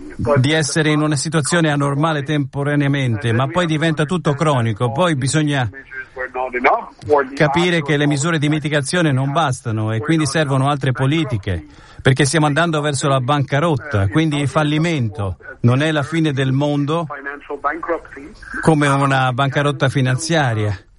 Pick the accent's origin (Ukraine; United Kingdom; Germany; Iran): Iran; moved away; Io sono cresciuto in Iran. Un paese che è sempre stato famoso per i suoi problemi idrici.